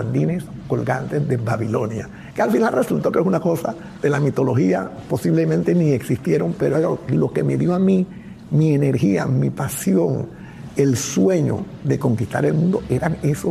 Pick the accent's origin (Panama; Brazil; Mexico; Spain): Panama; me siento particularmente orgulloso como panameño y como latinoamericano